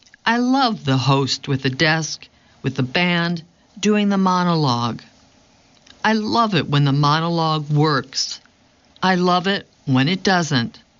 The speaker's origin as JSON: {"language": "English", "town": "Chicago", "region": "Illinois", "country": "United States", "tie": "born or raised there", "said": "Growing up in Chicago, I was engulfed in all that action."}